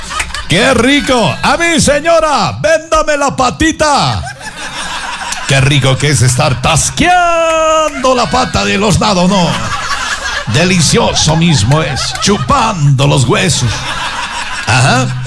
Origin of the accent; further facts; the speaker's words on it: Ecuador; Y más si somos ecuatorianos.